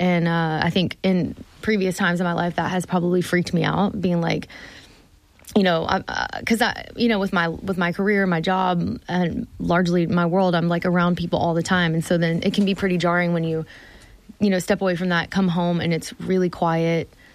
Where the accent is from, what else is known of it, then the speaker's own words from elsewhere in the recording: Texas, United States; I stumbled across quite literally a sign in my hometown. It's a little tiny town in East Tex